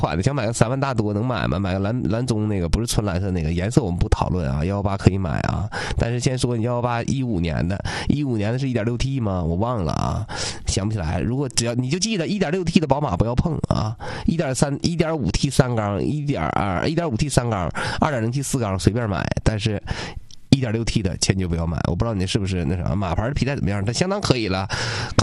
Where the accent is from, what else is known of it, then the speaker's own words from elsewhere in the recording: Changchun, Jilin, China; 我作为长春人